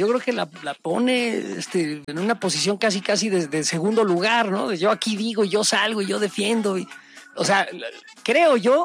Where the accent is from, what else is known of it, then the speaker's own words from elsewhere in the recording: Mexico; Como sociedad mexicana, qué bueno que se lleve a juicio a las personas que son culpables